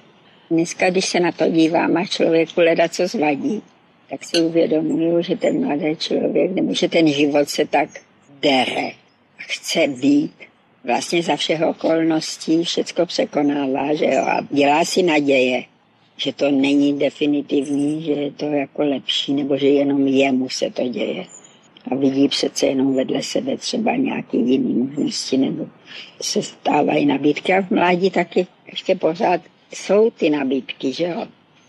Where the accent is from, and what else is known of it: Moravia, Czechia